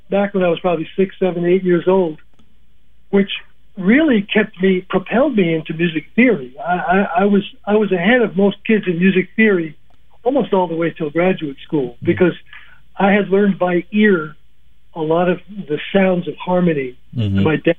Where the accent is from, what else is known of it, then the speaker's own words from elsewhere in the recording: New Canaan, Connecticut, United States; also born or lived in Woodstock, Connecticut; I'm pretty much of a Connecticut Yankee. I was born in Woodstock, Connecticut, and grew up in New Canaan, Connecticut, opposite corners of the state.